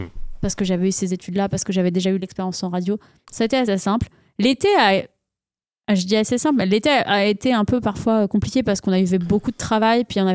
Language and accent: French; France; Et puis, je suis française, donc je vais dire ce que je pense.